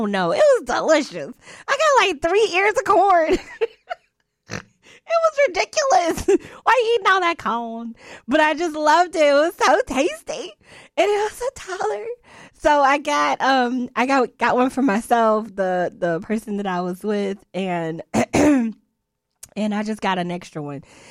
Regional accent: Florida, United States; I was raised here in Central Florida near the corn festival for all these years.

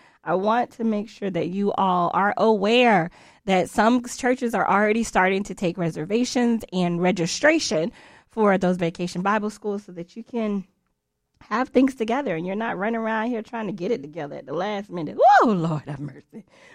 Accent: Florida, United States; I was raised here in Central Florida near the corn festival for all these years.

